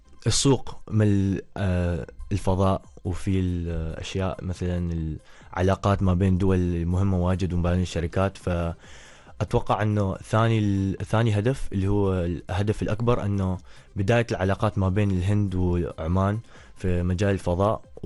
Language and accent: Arabic; Oman; نحن كعمانيين